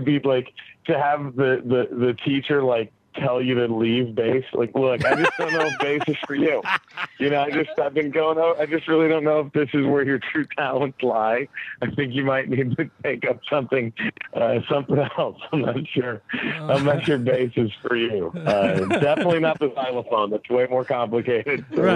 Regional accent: Dallas, Texas, United States; born or raised there; now in Los Angeles, United States

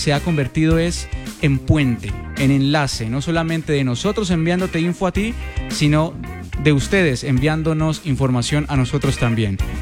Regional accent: Cali, Valle del Cauca, Colombia

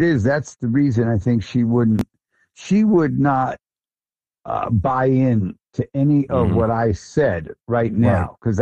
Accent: New York, United States; We're both from Long Island, and we worked on a project that didn't come to fruition a few years ago

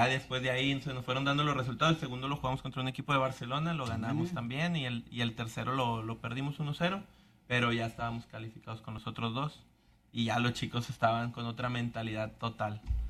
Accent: Mexico; fue más que nada el orgullo como mexicano

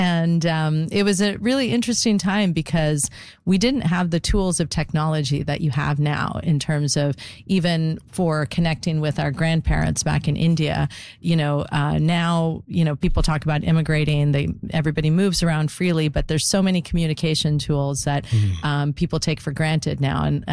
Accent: St. John's, Newfoundland and Labrador, Canada; now in Toronto, Canada; I've taken my origin story of growing up in St. John's, Newfoundland, and discovering Indian dance

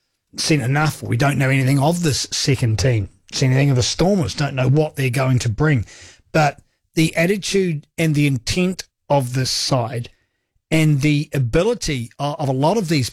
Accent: Auckland, New Zealand; I'm a domesticated Aucklander.

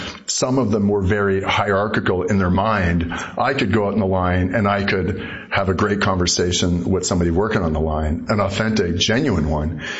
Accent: Nova Scotia, Canada; also born or lived in Edmonton; I was born in Cape Breton. So I was in Cape Breton until I was 8. And my father worked for, at the time, Gulf Oil. And Gulf Oil got bought by Petro-Canada. And we moved to Edmonton until I was 15.

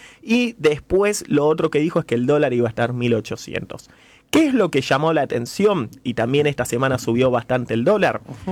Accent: Argentina

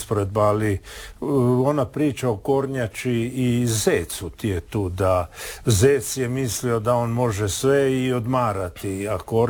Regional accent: Istria County, Croatia; da postoje škorpioni kod nas u Istri

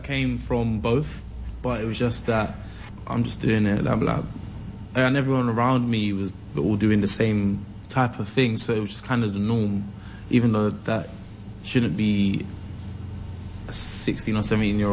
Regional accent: London, United Kingdom; to see how privileged you are to have been growing up in London.

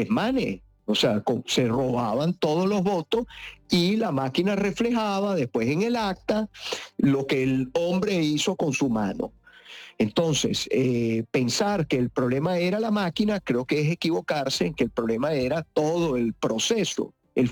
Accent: Venezuela

